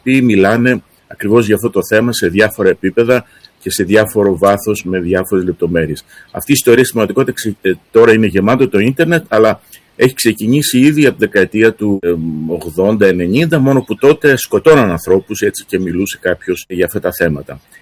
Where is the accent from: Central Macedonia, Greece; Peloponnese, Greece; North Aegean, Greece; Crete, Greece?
Crete, Greece; δεν είμαι υπηρώτης, στην Κρήτη κατάγομαι, πατέρας μου από Θεσσαλία, αλλά εργάζομαι στην Ήπειρο.